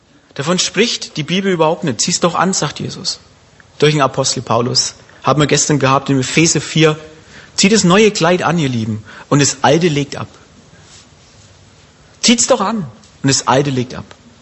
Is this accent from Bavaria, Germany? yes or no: yes; Bavaria, Germany